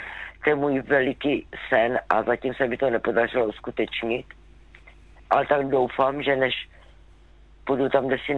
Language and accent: Czech; Zlín Region, Czechia; Jako moje nejkrásnější a nejlepší dovolená je, když se vracím do svého rodného kraje, to je Valachy.